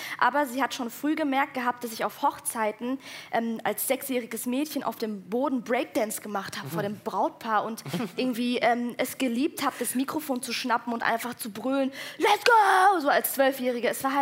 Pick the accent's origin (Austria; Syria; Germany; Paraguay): Germany; Hesse; accent: Hessian; Und ich finde es auch so witzig, wie ich damals für meinen hessischen Dialekt so schon hardcore rassistisch im Netz beleidigt wurde